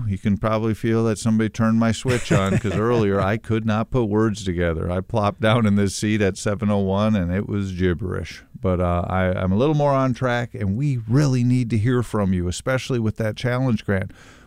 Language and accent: English; England, United Kingdom; I'm an English guy, not great with math, so you can call in and make fun of my mathematical skills.